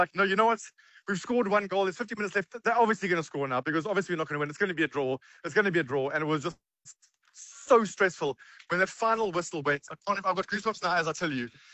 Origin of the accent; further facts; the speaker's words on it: South Africa; oh, I love being South African. I love South Africans who are just amazing players.